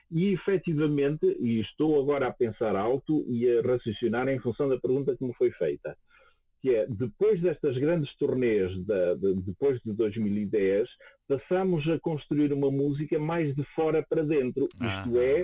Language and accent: Portuguese; Portugal; sendo nós portugueses